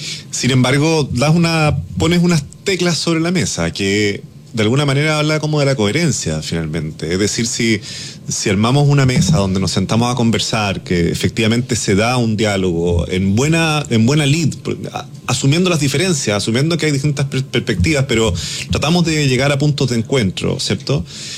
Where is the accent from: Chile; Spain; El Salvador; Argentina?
Chile